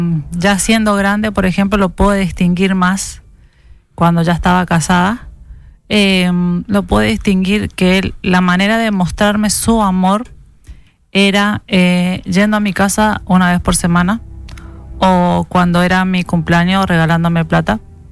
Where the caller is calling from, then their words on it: Argentina